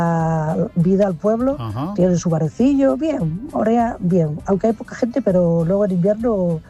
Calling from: Molina de Aragón, Castilla-La Mancha, Spain; la de Molina de Aragón.

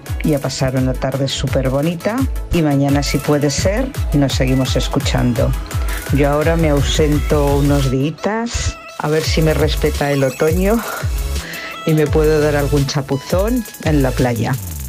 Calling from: Guadalajara, Castilla-La Mancha, Spain; de Guadalajara.

